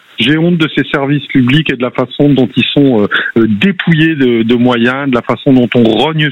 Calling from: Bordeaux, Nouvelle-Aquitaine, France; Bah moi je suis bordelais

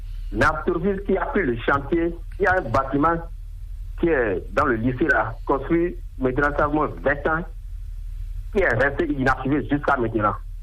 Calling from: Abomey-Calavi, Atlantique, Benin; Je vous appelle depuis Akasato, commune d'Avou et Clavier.

